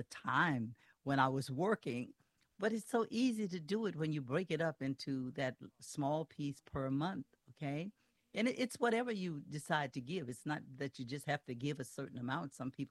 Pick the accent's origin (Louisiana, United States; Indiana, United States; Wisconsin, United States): Louisiana, United States; I'm from Louisiana.